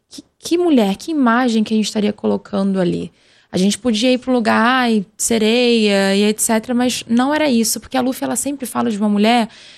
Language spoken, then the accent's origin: Portuguese; Niterói, Rio de Janeiro, Brazil; also born or lived in Belém; now in São Paulo, Brazil; Eu nasci em Belém do Pará, eu fui criada em Niterói e eu moro em São Paulo. Então, eu tenho alguns pedacinhos de Brasis dentro de mim.